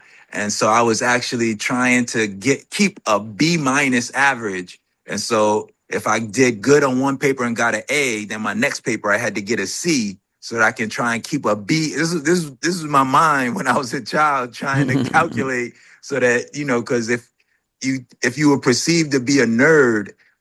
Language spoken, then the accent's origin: English; New York, United States; moved away as an adult; now in Washington, D.C., United States; was born, yes, in Crooklyn, New York. And although I don't know if I could even claim my Crooklyn roots anymore, because I was in the DMV maybe twice as long as I was in Brooklyn.